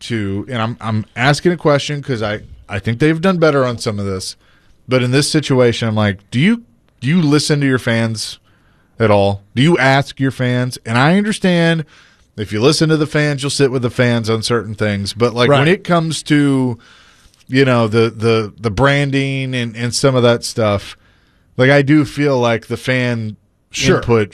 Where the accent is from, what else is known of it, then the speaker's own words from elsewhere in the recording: Bellevue, Tennessee, United States; I'm from Bellevue